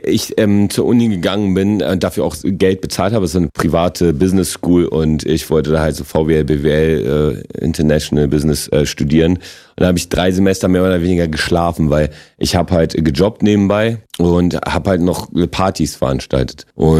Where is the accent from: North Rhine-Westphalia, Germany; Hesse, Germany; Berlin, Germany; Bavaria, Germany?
Berlin, Germany; accent: Berlin; first language Polish; German is a second language; also born or lived in Wrocław, Poland; Ich bin in Breslau geboren. Bin mit 6,5 hergekommen. Habe kein Wort Deutsch gesprochen. Zum Glück bin ich auf eine gute Schule gekommen, habe das relativ schnell gelernt